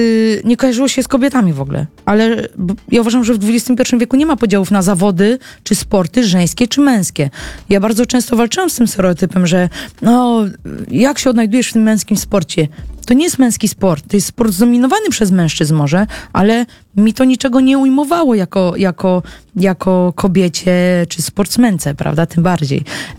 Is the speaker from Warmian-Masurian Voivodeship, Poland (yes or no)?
yes; Olsztyn, Warmian-Masurian Voivodeship, Poland; Ja jestem z Olsztyna